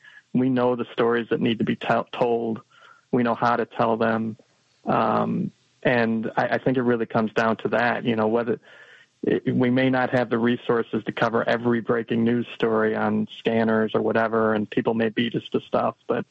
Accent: Arlington Heights, Illinois, United States; I was raised in Arlington Heights, and I went to Buffalo Grove High School

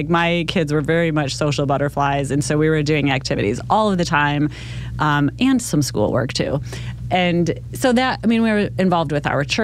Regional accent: New York, United States; So my family's from New York, and that's where I was born and raised.

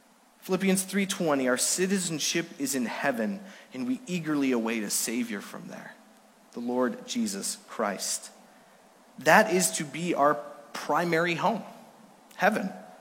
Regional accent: Villach, Carinthia, Austria; I was born in Villach, Austria. It's down in the south side of Austria, about 20 minutes from Italy, because that's where my parents served as missionaries after being sent out by this church in 1980. Now, even though I was born there, even though I lived there all my life

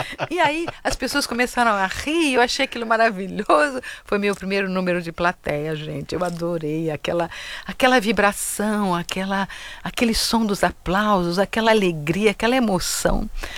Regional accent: São Paulo, Brazil; moved away as an adult; also born or lived in Rio de Janeiro / Curitiba; fui pequenininha para Curitiba, fiquei até 4 anos lá e vim para São Paulo. Então, eu fiquei dos 5 aos 18 anos aqui em São Paulo.

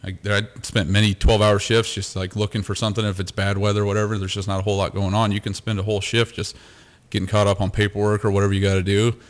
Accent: Lewistown, United States; Just went to, applied at my hometown and got hired with Lewistown Police Department to start my career.

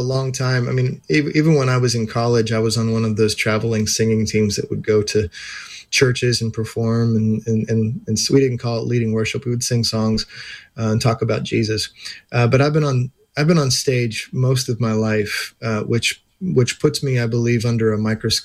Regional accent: Pittsburgh, Pennsylvania, United States; moved away as an adult; I was a little chilly after 17 years in Pittsburgh.

